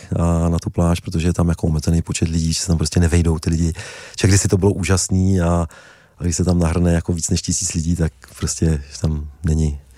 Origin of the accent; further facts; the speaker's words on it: Bohemia, Czechia; já jsem že jsem z Čech, jako zvyklý na to, že jsou všude turistické cesty.